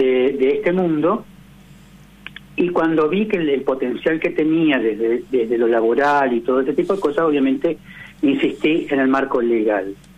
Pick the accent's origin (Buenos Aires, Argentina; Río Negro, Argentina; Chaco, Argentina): Río Negro, Argentina; General Roca; yo llevé adelante un proyecto de ordenanza en la ciudad de General Roca, de donde soy oriundo